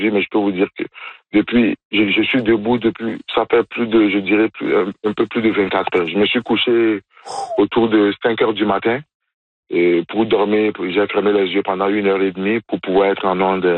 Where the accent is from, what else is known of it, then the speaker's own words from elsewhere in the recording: Benin; j'accompagnais justement les anciens propriétaires dans le temps à faire venir des travailleurs étrangers de mon pays d'origine, du Bénin.